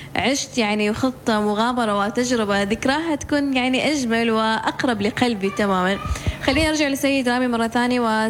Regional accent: Oman; احنا كعمانيين

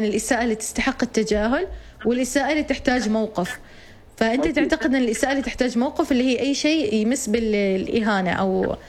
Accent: Oman; نحن كعمانيين

